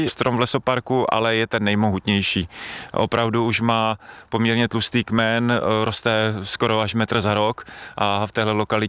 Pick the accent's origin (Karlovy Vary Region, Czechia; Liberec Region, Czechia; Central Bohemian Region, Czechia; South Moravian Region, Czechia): South Moravian Region, Czechia; Brno; já pocházím z Brna Ivanovic